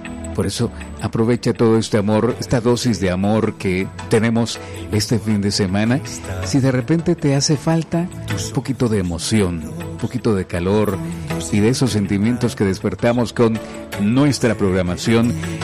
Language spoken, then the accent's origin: Spanish; Guatemala; Como buenos guatemaltecos, deberíamos de implementar una tradición